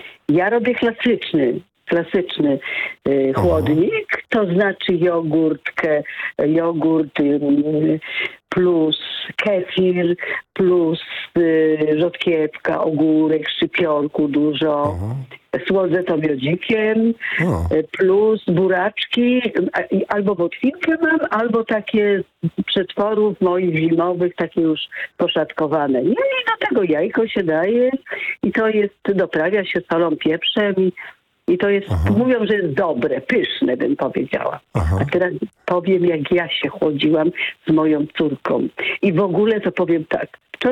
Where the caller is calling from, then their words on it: Greater Poland Voivodeship, Poland; mieszkam w Wielkopolsce.